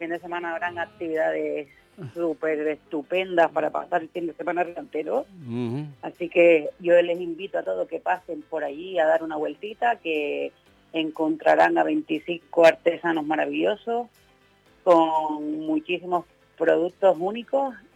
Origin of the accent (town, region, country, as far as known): Arucas, Canary Islands, Spain